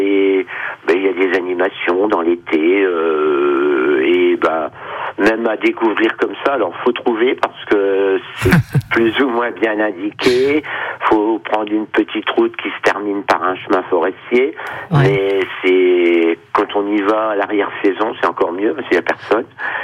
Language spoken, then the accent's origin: French; Grand Est, France; now in Corrèze, France; Je viens d'à côté de Reims.